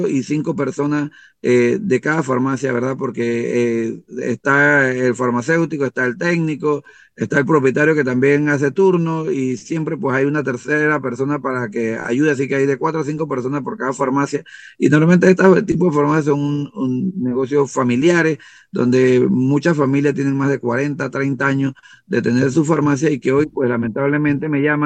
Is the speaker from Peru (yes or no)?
no; Panama